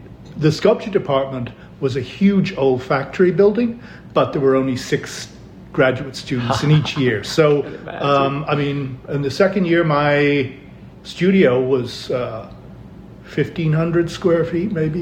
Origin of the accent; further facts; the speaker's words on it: Ireland; also born or lived in England; And I was born in Ireland.